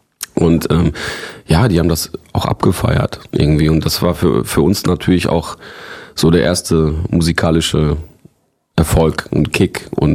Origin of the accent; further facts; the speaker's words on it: Recklinghausen, North Rhine-Westphalia, Germany; beim Kinderjugendparlament in Recklinghausen, also in meiner Heimatstadt, wo ich jetzt zu der Zeit weiterhin, also wo ich halt immer noch lebe